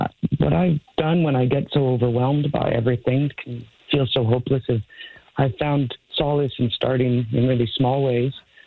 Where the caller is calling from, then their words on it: Ontario, Canada; I'm calling from Southern Ontario.